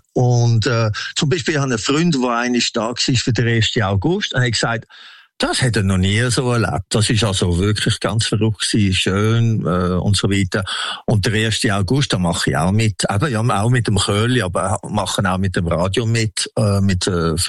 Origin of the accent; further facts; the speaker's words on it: Switzerland; Meine Frau ist Belgierin und ich bin Schweizer.